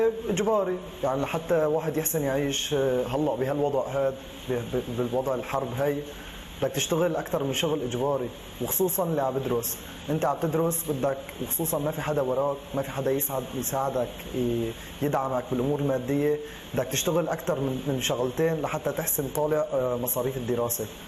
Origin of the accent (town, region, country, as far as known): Aleppo, Aleppo Governorate, Syria